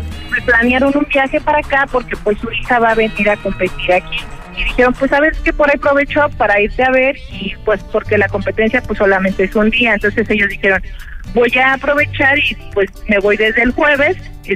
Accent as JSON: {"language": "Spanish", "region": "Mexico City", "country": "Mexico", "moved": "yes", "lives_now": "Guadalajara, Mexico", "said": "Yo vengo de México, me vine a vivir para acá."}